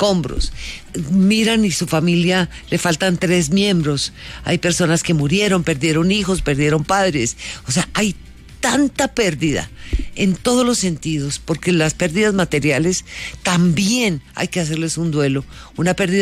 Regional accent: Medellín, Antioquia, Colombia; Yo que soy de Medellín.

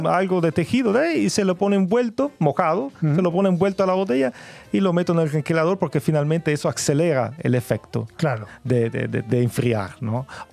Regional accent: Italy; moved away as an adult; also born or lived in United States / New Zealand; now in Casablanca, Chile; Es curioso como un italiano tenga tanta inspiración en Francia

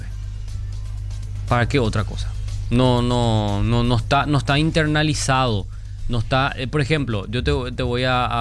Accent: Pedro Juan Caballero, Amambay, Paraguay; born there; Y ante yo paraguayo. Yo nací el 25 de septiembre de 1990 en Pedro Juan Caballero.

